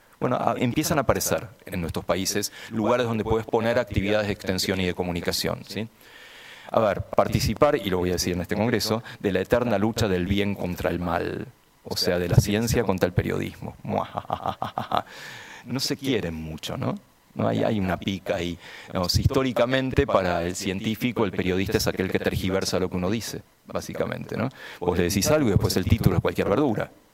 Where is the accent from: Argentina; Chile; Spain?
Argentina; instituciones muy importantes en mi país